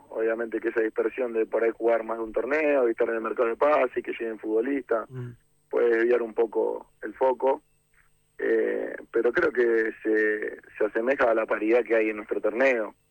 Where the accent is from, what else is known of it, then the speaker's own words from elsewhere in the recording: Argentina; es algo que teníamos nosotros como argentinos